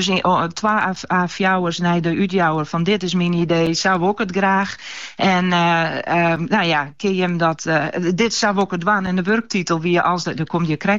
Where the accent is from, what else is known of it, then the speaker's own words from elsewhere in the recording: Ameland, Friesland, Netherlands; Want ik bellen en ik zei … En dat scheelt al een heel een.